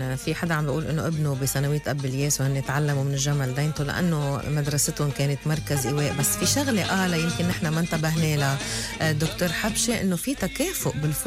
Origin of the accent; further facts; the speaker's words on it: Lebanon; إذا نحن هيك منتطلع بالعالة ومنخورنا للسما كلبنانية